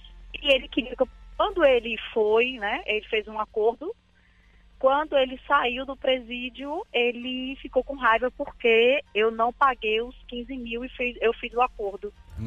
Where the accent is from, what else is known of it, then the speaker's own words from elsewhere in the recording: Bahia, Brazil; Que eu sou baiana, sou da Bahia.